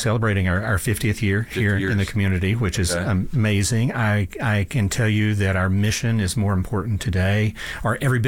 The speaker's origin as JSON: {"language": "English", "town": "Arlington", "region": "Texas", "country": "United States", "tie": "born or raised there", "said": "I grew up in Arlington, and that was Arlington of many years ago, before the Cowboys invaded, is before Jerry arrived."}